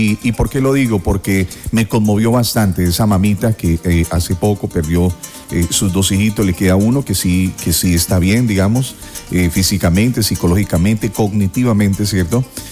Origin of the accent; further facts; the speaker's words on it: Villavicencio, Meta, Colombia; born there; Yo soy nacido en Villavicencio, de sangre pancha.